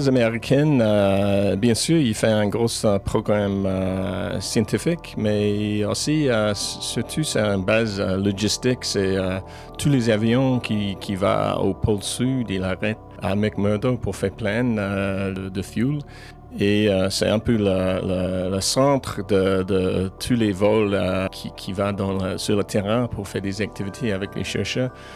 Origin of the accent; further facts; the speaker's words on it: New Zealand; French is a second language; je viens de Nouvelle-Zélande.